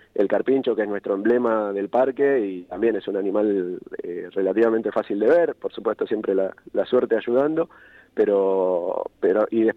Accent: Santa Fe, Argentina; moved away as an adult

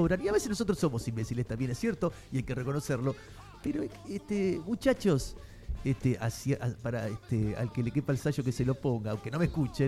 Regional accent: Argentina

